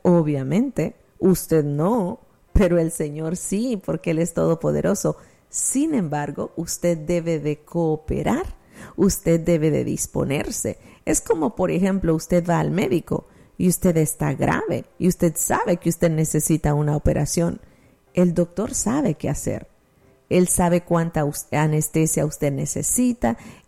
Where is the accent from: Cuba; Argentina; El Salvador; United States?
El Salvador; En mi país, El Salvador, le llamamos zapotes.